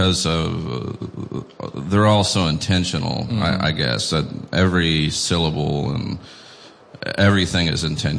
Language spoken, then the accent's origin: English; Lexington, Kentucky, United States; Well, I was born and raised in Lexington